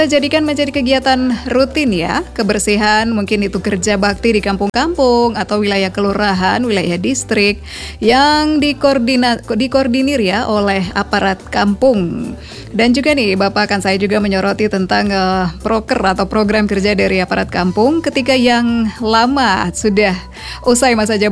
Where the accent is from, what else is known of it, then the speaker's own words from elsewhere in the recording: Papua, Indonesia; kita warga masyarakat Kepulauan Yapen